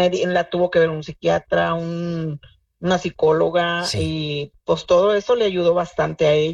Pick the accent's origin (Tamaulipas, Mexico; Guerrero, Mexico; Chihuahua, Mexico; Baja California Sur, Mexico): Tamaulipas, Mexico; Matamoros; now in Brownsville, United States; Soy de Matamoros, ¿verdad? Pero